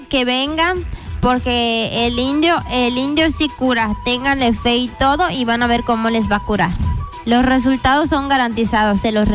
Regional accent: Felipe Carrillo Puerto, Quintana Roo, Mexico; Yo vengo de Carrillo Puerto.

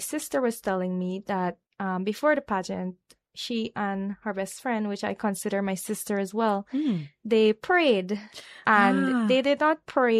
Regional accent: St. Cuthbert's Mission, Demerara-Mahaica, Guyana; We're from St. Cuthbert's Mission.

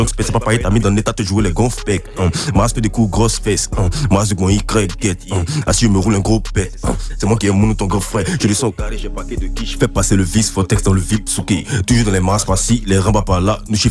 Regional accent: Abidjan, Côte d’Ivoire; born there; also born or lived in Bingerville / Bonoua / Bouaké; j'ai grandi à la Riviera Palmeraie.

